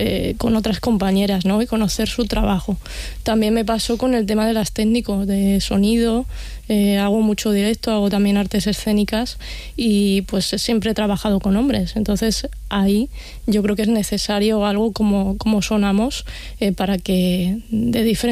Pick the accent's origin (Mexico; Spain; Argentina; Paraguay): Spain; Castilla-La Mancha; yo soy de Castilla-La Mancha